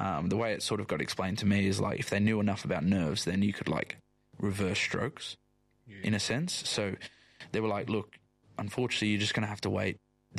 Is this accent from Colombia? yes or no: no; Western Australia, Australia; also born or lived in England; now in Cottesloe, Australia; I'm proud Australian, proud English.